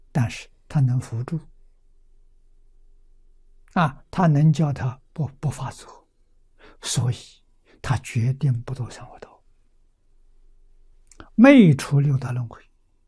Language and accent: Chinese; China